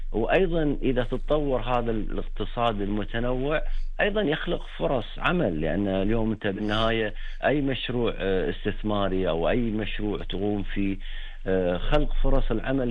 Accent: Kuwait; عندنا في الكويت

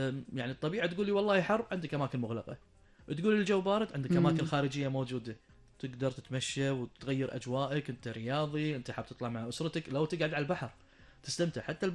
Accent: Kuwait; لبلدنا الحبيبة الكويت

